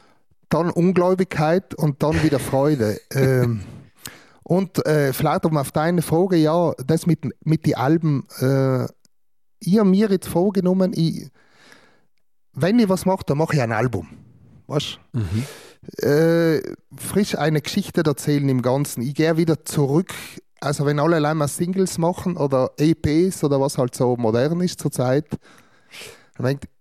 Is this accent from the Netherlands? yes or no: no; Trentino-Alto Adige, Italy; dass ich da als Südtiroler, Tiroler, Europäer überhaupt da an dem teilnehmen darf